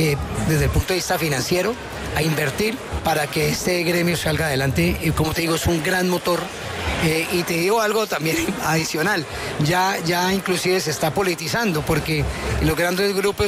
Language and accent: Spanish; Cali, Valle del Cauca, Colombia; now in Medellín, Colombia; papá inglés y de mamá bayuna, entonces soy británico y colombiano, pero no se equivoque. Soy más caleño que el pan de bono, pero más caleño, le garantizo que no lo va a encontrar. Recontra caleño colombiano, y aquí estoy, como te digo, contento ahora en Medellín